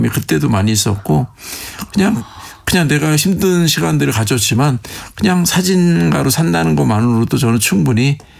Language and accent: Korean; South Korea; 근데 제가 사정을 했어요. 내 한국에서 왔는데 안 되는 영어로 진짜 사정을 했어요.